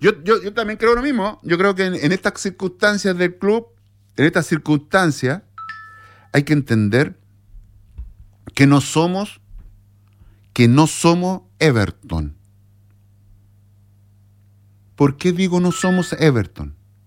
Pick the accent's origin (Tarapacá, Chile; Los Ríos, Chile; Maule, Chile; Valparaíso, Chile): Tarapacá, Chile; Iquique; Cuando jugaba cuando niño, cuando jugábamos en la Liga de Iquique, ¿no? En la Junior Peneca.